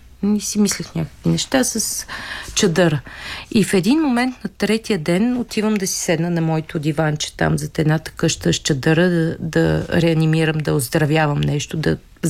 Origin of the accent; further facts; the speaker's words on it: Svishtov, Veliko Tarnovo Province, Bulgaria; moved away; Аз съм родена там, как дали го знам? Аз съм оттам.